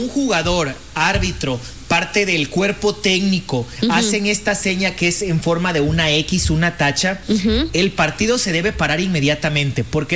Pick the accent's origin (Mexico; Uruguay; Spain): Mexico